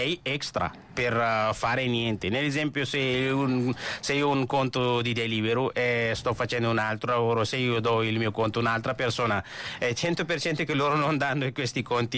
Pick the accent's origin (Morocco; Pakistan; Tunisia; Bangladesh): Pakistan; Italian is a second language; now in Italy; se io sono dal Pakistan